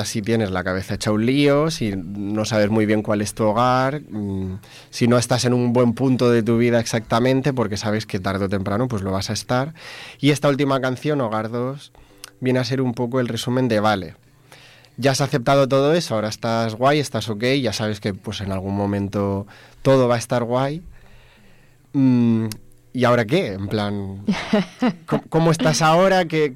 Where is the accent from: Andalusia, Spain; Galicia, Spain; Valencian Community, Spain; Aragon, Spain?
Valencian Community, Spain; Alcoy; also born or lived in Agres; now in Murcia, Spain; Está mi pueblo, Agres, está Alcoy, que pues me he criado ahí, pero llevo ya la mitad de mi vida que no vivo ahí, que estoy aquí en Murcia.